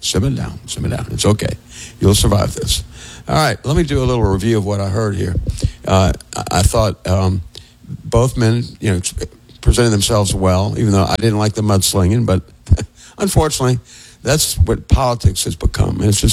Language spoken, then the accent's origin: English; Ireland; You know, I'm Irish. They say the Irish never made a fight, never met a fight they didn't like.